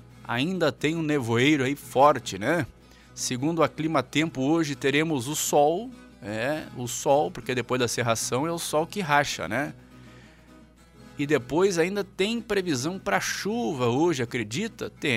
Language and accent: Portuguese; Brazil; Somos brasileiros, apesar de tudo, né?